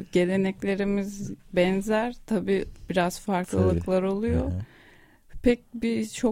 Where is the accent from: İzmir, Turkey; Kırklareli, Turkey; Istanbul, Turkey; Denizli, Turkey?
Istanbul, Turkey; moved away as an adult; now in North Ossetia, Russia; Evet, İstanbul'da doğdum, büyüdüm.